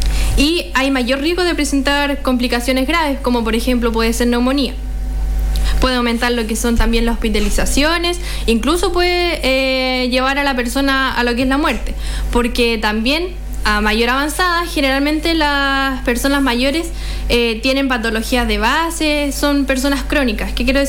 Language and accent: Spanish; Antuco, Biobío, Chile; yo soy de Antuco